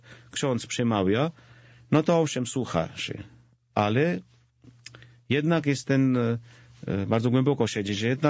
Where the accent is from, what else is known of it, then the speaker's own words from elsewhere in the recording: Georgia; Polish is a second language; Mieszkamy w mojej wiosce rodzinnej. Jestem proboszczem w swojej wiosce rodzinnej.